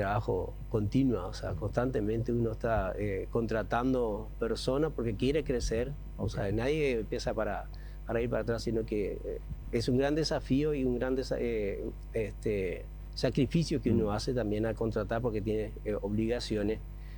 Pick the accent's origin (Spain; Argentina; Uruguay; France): Uruguay; moved away; Bueno, contanos, yo soy una persona, soy extranjero, o sea, vine de Uruguay hace 38 años.